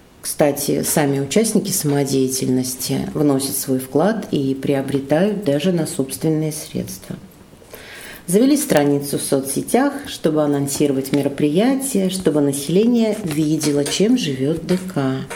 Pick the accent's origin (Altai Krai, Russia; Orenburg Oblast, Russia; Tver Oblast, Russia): Tver Oblast, Russia; Ostashkov; now in Svyatoye, Russia; Да, конечно, все детство мое прошло в Осташкове